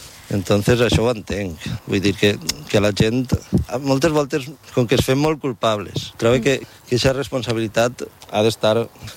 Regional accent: Oliva, Valencian Community, Spain; Nosaltres ara som d'Oliva i tenim les terres així.

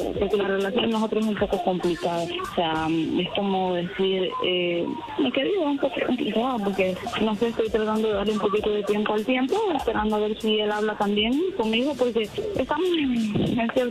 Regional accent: Mexico; born there

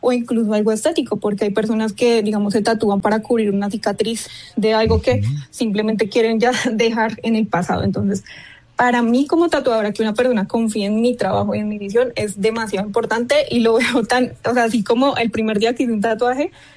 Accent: Colombia; now in United States; yo soy colombiana, pero vivo en Estados Unidos, entonces he podido conocer este mundo en dos países diferentes

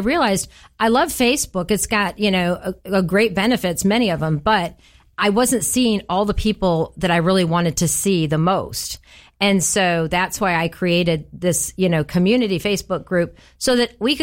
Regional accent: Florida, United States; I was new to the area, and I came from Florida, which I love Florida, but Florida is kind of a transient state

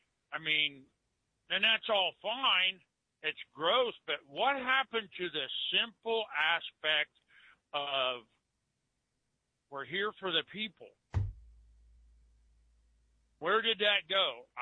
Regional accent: Delaware, Ohio, United States; My hometown of Delaware, Ohio, has grown. There's apartments where there used to be cornfields.

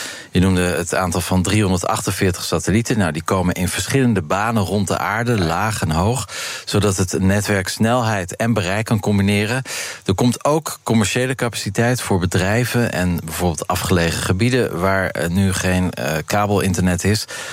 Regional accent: Zeeland, Netherlands; ik ben opgegroeid in Zeeland.

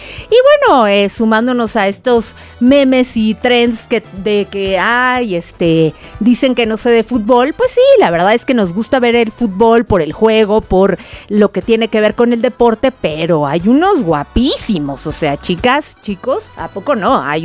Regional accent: Mexico; pues lo que falte para que se note, sí, que somos, sí, mexicanos.

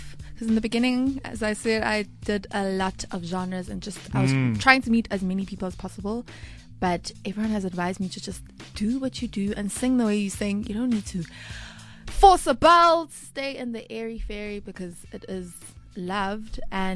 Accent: South Africa; I'm South African

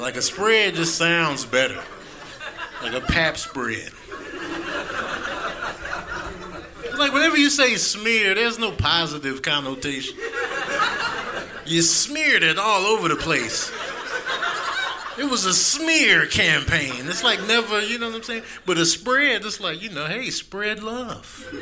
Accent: Chicago, Illinois, United States; born or raised there; now in California, United States

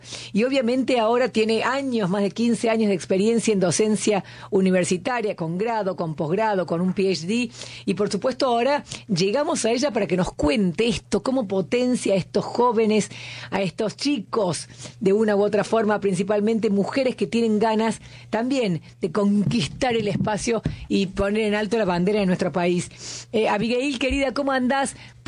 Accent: Córdoba, Argentina; yo soy cordobesa, la gente del interior, tenemos ese no sé qué.

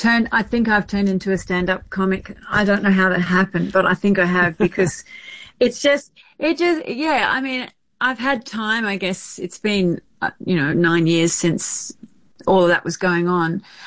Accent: Australia; moved away as an adult; also born or lived in Sydney; now in New York, United States; I moved to New York, which was crazy because I'm an Aussie.

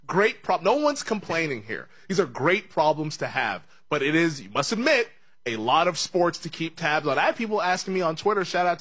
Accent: Seattle, Washington, United States; And I cannot wait Friday in Seattle. That's my hometown. Seattle will be buzzing for Team USA.

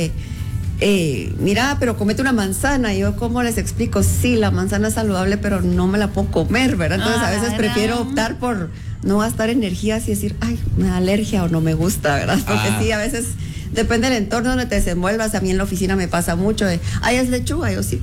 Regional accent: Guatemala

